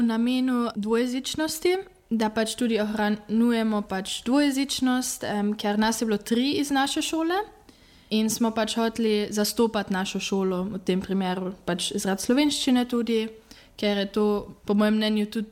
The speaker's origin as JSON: {"language": "Slovenian", "town": "Bleiburg", "region": "Carinthia", "country": "Austria", "said": "iz Pliberka."}